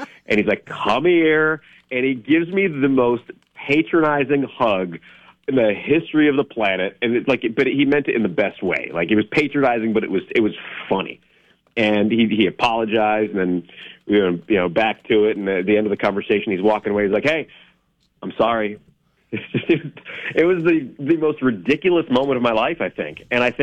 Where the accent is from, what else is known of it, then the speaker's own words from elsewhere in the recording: New York, United States; moved away as an adult; now in Oregon, United States; I grew up in New York, and he just starts laughing. And I'm like, so I was 13 years old in 1995